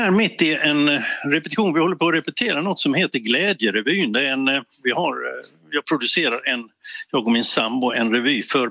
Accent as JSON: {"language": "Swedish", "town": "Älmhult", "region": "Kronoberg County", "country": "Sweden", "tie": "born or raised there", "said": "Det är så, jag växte upp i Älmhult och det finns ju ett stort möbelföretag vid namn IKEA."}